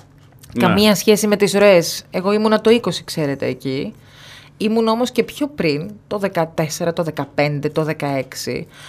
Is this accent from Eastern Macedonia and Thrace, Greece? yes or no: yes; Eastern Macedonia and Thrace, Greece; born there; οι Ευρύτες γεννηθήκαμε εκεί που γεννηθήκαμε, γιατί δεν υπάρχει περίπτωση ποτέ να την αφήσουμε την περιοχή μας.